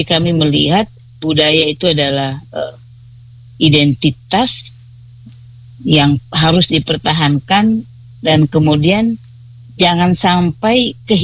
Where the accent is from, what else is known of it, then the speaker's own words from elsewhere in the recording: Manggarai, East Nusa Tenggara, Indonesia; moved away; daerah asal kami, khususnya daerah Manggarai dan dalam skala lebih besar daerah NTT